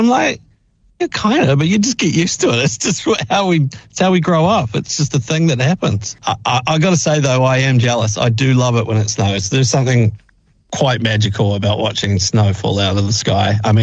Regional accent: Dunedin, Otago, New Zealand; as people probably know, I grew up in Dunedin, and I only ever put socks and shoes on if I was forced to.

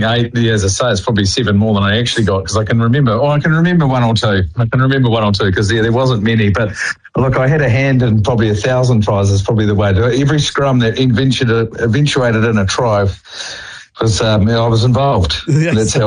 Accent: Wellington, New Zealand; Although born and raised in Wellington, the Chiefs are the team for me

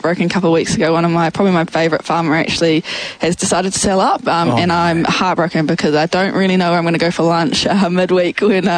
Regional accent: Tokoroa, Waikato, New Zealand; Yeah, so I was born and bred in Tokoroa, so a few legends came out of there.

